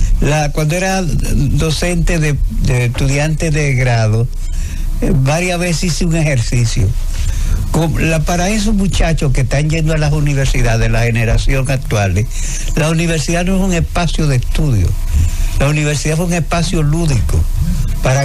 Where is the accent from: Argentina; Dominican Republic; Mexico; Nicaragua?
Dominican Republic